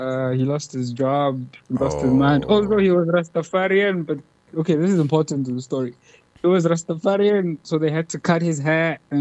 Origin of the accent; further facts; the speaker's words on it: Tembisa, Gauteng, South Africa; I'm from Tembisa, dog.